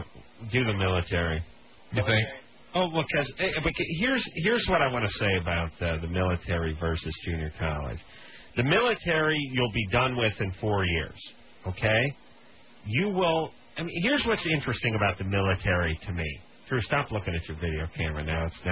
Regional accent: North Hollywood, California, United States; I'm from North Hollywood. If I see a snail, I'm really excited.

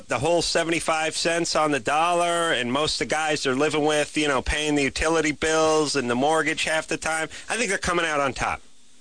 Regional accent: Los Angeles, California, United States; I grew up in Los Angeles.

